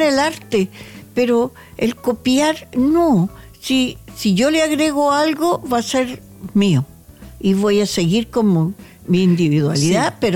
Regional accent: Chile; Pero así somos los chilenos, tú sabes.

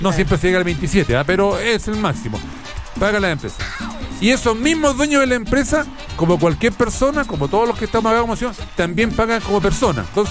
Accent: Antofagasta, Chile

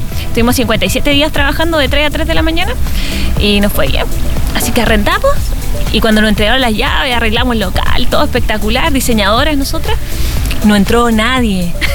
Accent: Coquimbo, Chile; Yo soy de acá, de Coquimbo, pero Sandra es de Conce, yo la conocí en la universidad.

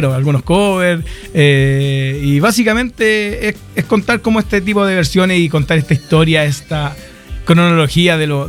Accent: Zapallar, Valparaíso, Chile; born there; also born or lived in Santiago / Puchuncaví; now in Catapilco, Chile; Un enero del 89 en Zapallar. Soy zapallarino y ahí anduve dando vuelta por varios lados, Santiago, después Puchuncaví, ahora estoy dentro de Laguna, pero en Catabilco.

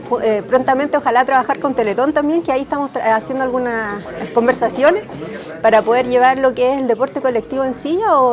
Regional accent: Requínoa, O'Higgins, Chile; yo soy de Requinoa

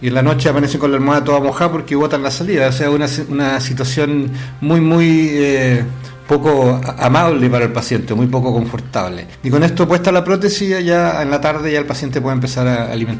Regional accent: O'Higgins, Chile; Yo me crié aquí en Millaray, al lado, cerca de Quinta Tilcoco. Mi papá tenía un campo ahí, yo siempre venía todos los fines de semana

